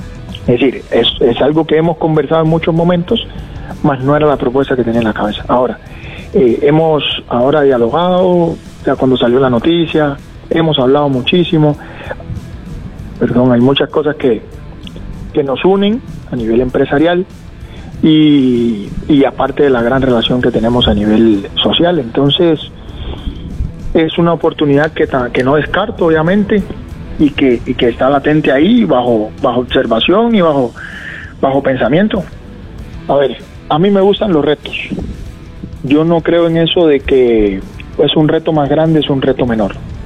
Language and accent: Spanish; Cuba; moved away; viniendo yo como primer cubano